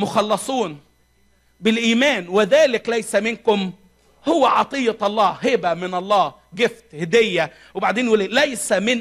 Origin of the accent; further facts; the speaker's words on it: Egypt; عندنا في مصر